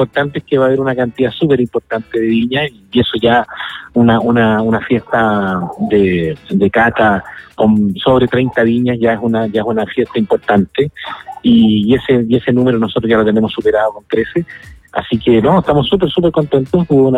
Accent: Chile; tú sabes que como chilenos y además viviendo en los tiempos que llevamos

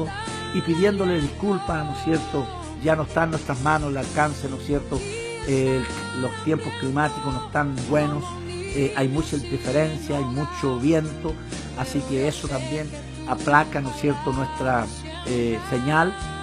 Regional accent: Chile

